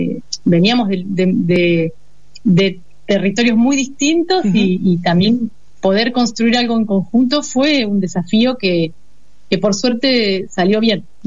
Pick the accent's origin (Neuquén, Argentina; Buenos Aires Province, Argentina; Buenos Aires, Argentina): Neuquén, Argentina; Fede es de Neuquén, yo soy de Neuquén.